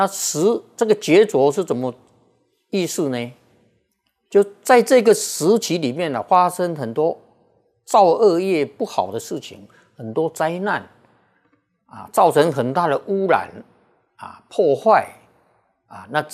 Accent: Taiwan; born there; 像我们生在台湾啊，像我这个年纪的生在台湾啊

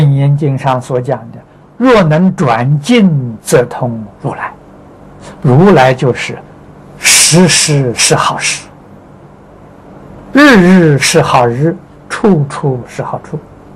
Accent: China

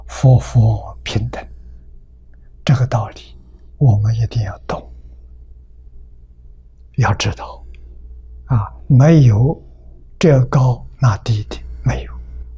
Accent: China

